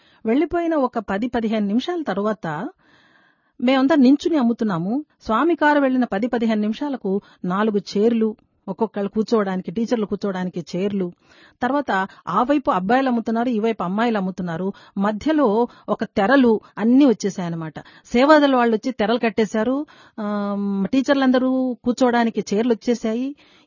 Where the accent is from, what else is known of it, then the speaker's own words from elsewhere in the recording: Andhra Pradesh, India; నేను రాయలసీమ దాన్ని, స్వామి రాయలసీమ సంబంధించినటువంటి వారు, తీపులు చాలా బాగున్నాయి స్వామి అని అన్నాను.